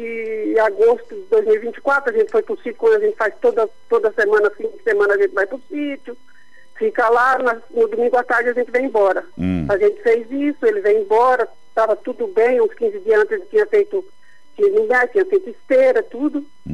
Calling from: Álvares Machado, São Paulo, Brazil; De Álvares Machado.

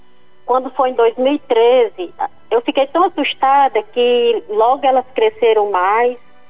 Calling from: Fortaleza, Ceará, Brazil; Eu falo de Fortaleza.

